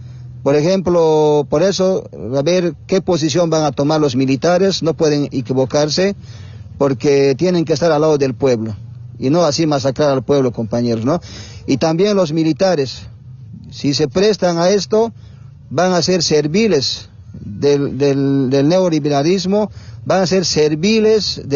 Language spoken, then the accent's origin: Spanish; Bolivia